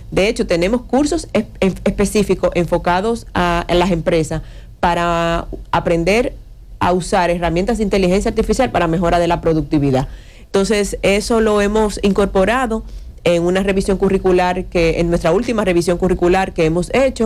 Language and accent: Spanish; Dominican Republic